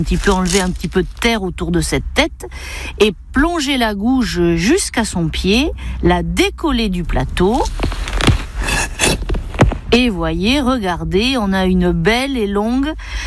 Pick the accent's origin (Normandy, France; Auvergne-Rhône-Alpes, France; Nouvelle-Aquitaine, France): Nouvelle-Aquitaine, France; Bordeaux; born there; now in Reignac-de-Blaye, France; j'ai 53 ans, je suis née à Bordeaux et maintenant productrice d'asperges sur Reignac-de-Blaye avec